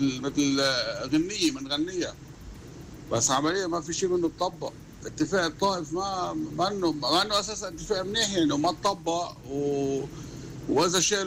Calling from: Canada

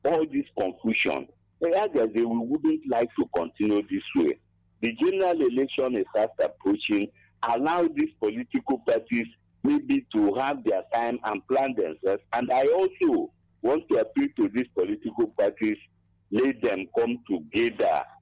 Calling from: Enugu State, Nigeria; I'm calling from Abanike, Enugu.

